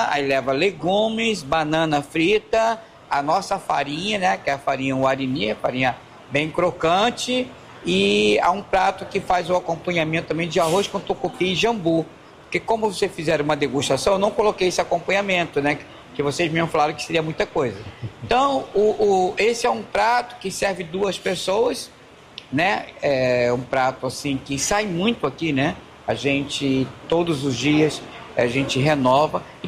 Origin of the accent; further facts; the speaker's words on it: Rio de Janeiro, Brazil; born there; Então, Coutinho, eu sou carioca de certidão e amazonense de coração.